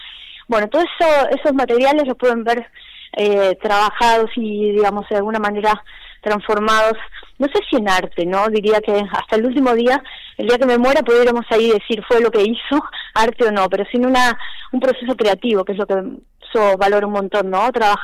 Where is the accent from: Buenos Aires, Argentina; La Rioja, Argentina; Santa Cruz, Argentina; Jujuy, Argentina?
Santa Cruz, Argentina; Río Gallegos; yo soy de Gallegos, ahí vamos, hace muchísimo tiempo